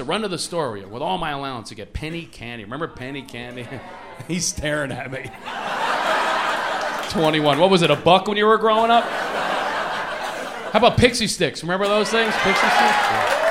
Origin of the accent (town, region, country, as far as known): Philadelphia, Pennsylvania, United States; born or raised there